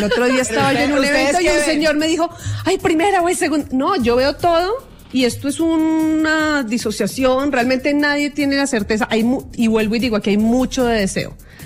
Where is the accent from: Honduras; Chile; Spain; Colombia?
Colombia